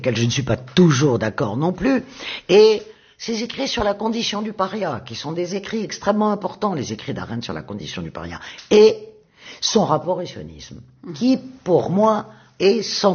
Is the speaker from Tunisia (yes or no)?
yes; Tunisia; je ne suis pas une juive tunisienne, je suis une tunisienne juive.